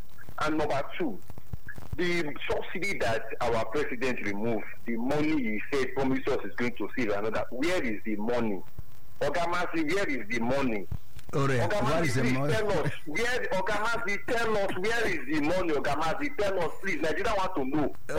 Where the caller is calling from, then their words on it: Ayobo, Lagos, Nigeria; I'm calling from Ayobo.